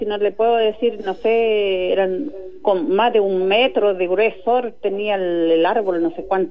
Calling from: Quepe, Araucanía, Chile; Si yo no vivo en Quepe, en el mismo pueblo Quepe, yo vivo en el campo.

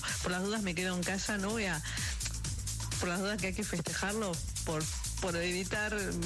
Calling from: Basque Country, Spain; Buenos días, Carica, País Vasco

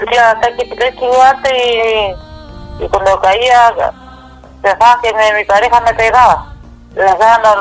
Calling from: Achao, Los Lagos, Chile; De Achao.

